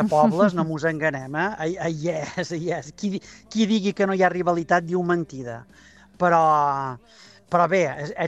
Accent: Es Mercadal, Balearic Islands, Spain; jo som des Mercadal, però no hi visc a Mercadal

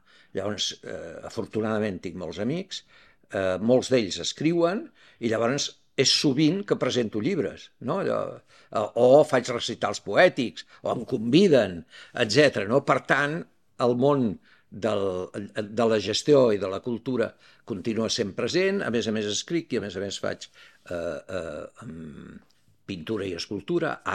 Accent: Barcelona, Catalonia, Spain; now in Ibiza, Spain; Jo ja porto més anys aquí que a Barcelona. Llavors, clar, tinc les arrels a Barcelona i m'estimo a Barcelona.

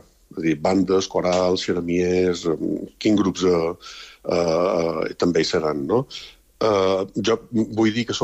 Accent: Balearic Islands, Spain; d'una comunitat humana, que som els mallorquins, el poble de Mallorca

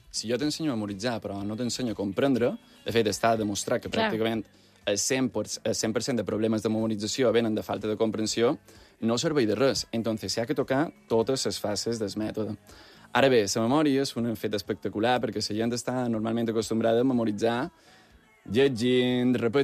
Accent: Palma, Balearic Islands, Spain; nosaltres som mallorquins. Jo sóc d'aquí de Palma

